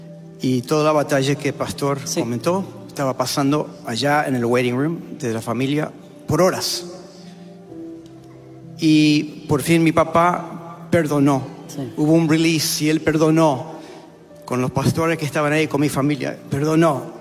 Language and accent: Spanish; Argentina; Soy medio gringo. Gringo argentino.